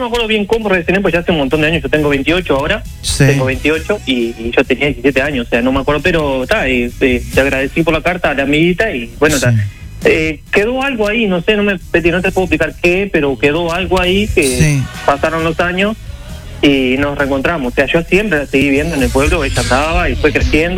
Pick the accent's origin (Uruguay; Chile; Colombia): Uruguay; now in Colonia Nicolich, Uruguay; Yo soy de San Diego, de Durán.